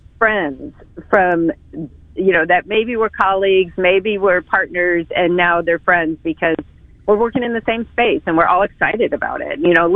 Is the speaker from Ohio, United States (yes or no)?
no; Springfield, Missouri, United States; And I grew up in Springfield, Missouri.